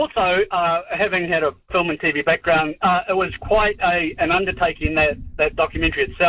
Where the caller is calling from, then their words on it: New Zealand; explained that I was from New Zealand